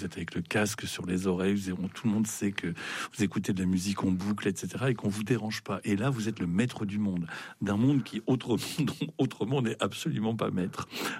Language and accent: French; Grand Est, France; Moi, j'ai grandi en Champagne-Ardenne. J'habite en Champagne-Ardenne. C'est loin de la mer et ça me manque.